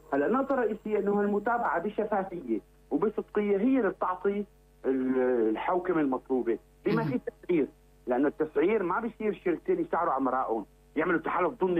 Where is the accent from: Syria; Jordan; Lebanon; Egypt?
Syria; وعندنا بسوريا ما كان يمرق عقد مع شركة نفطية